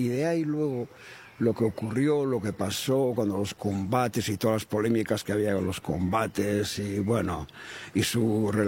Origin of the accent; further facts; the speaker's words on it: Asteasu, Basque Country, Spain; Donde yo nací, Asteasu, en nuestro lenguaje, Astiasu, está a 4 kilómetros de las grandes papeleras de Tolosa, Bellabona, etcétera